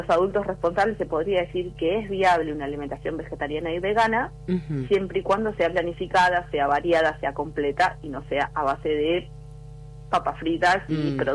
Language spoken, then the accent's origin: Spanish; Argentina